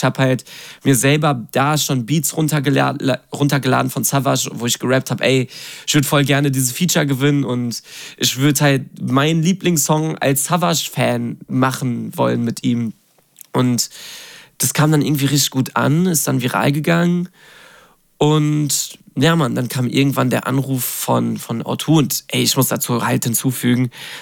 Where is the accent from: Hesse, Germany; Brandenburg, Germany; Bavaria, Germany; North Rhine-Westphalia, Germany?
North Rhine-Westphalia, Germany; Dortmund; Und ich komme halt aus Dortmund